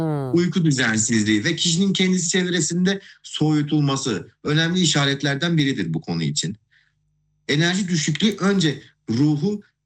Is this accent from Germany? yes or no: no; Azerbaijan; now in Ankara, Turkey; Evet, ben Azerbaycanlıyım. Neredeyse 15 senedir Türkiye'de yaşıyorum.